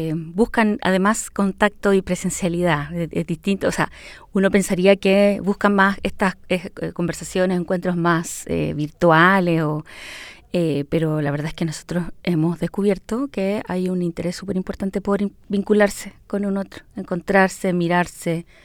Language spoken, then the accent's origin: Spanish; Valparaíso, Chile; soy trabajadora social de Valparaíso, originaria, estudié en la Universidad de Valparaíso